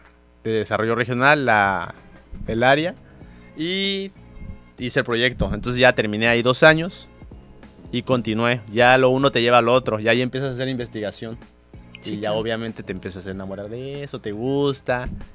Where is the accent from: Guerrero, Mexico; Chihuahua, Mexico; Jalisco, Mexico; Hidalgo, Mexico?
Guerrero, Mexico; Coyuca de Benítez; moved away as an adult; also born or lived in Acapulco, Mexico; now in Quintana Roo, Mexico; yo pues soy de Coyuca y de Acapulco.